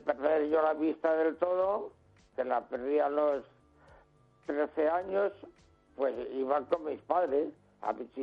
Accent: Ferrol, Galicia, Spain; moved away; hemos vivido en Neira, donde nací, en la Vuelta del Pilón.

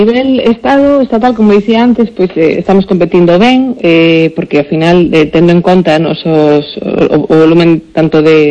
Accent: Galicia, Spain; Pero a nivel galega, como galega falando

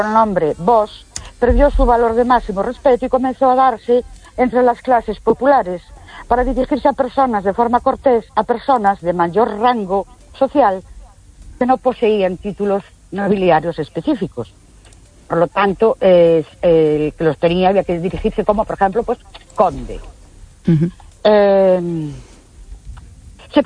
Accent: Ourense, Galicia, Spain; Buenas noches. … de Ourense.

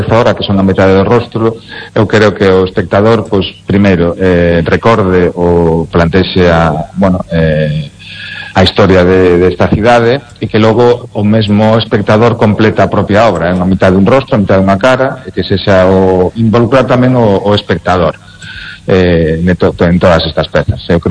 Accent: Lugo, Galicia, Spain; moved away; Non estou en Lugo, non vivo en Lugo, xa fai moitos anos que saín de Lugo, pero son lucense, recordo Lugo

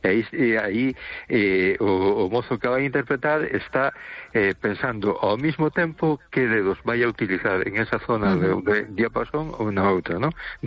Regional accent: A Coruña, Galicia, Spain; Hola, boa noite, estás … de Coruña.

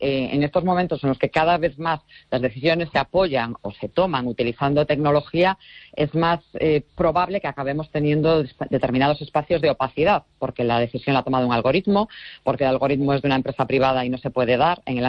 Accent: Galicia, Spain; yo, como gallega

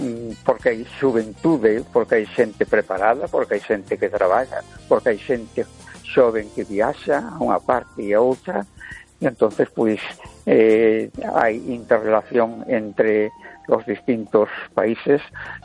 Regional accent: A Coruña, Galicia, Spain

